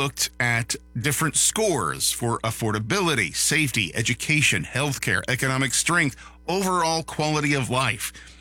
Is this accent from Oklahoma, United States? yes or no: yes; Oklahoma, United States; followed by Louisiana, California, Arkansas, and my home state of Oklahoma.